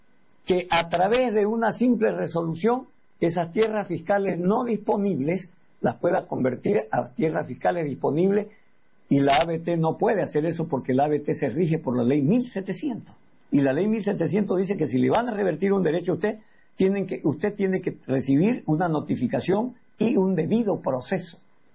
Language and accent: Spanish; Bolivia; ¿será que yo no soy boliviano?